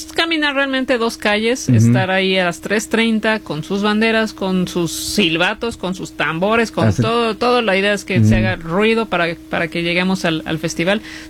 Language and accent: Spanish; Mexico City, Mexico; como se hace allá en mi tierra, en Ciudad de México.